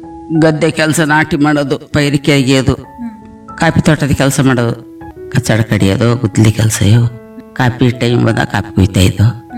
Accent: Karnataka, India; born there; now in H.D. Kote taluk, India; ನಮ್ದು ಊರು ನಾಗರಹೊಳೆ ಗೋಣಗದ್ದೆ, ನಮ್ಮ ಊರು ಅರೆಸ್ಟ್ ಒಳಗಡೆ.

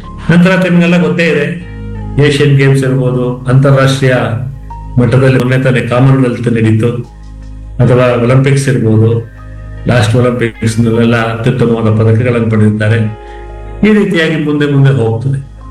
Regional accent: Gundlupet, Karnataka, India; ನಾನು ಒಂದು ಸಣ್ಣ ತಾಲೂಕಿನಲ್ಲಿ ಗುಂಡುಪೇಟೆ ಅಂತ ಕೇಳಿರ್ಬೋದು, ಅಲ್ಲಿ ನಾನು ಹುಟ್ಟಿ ಬೆಳೆದವನು.

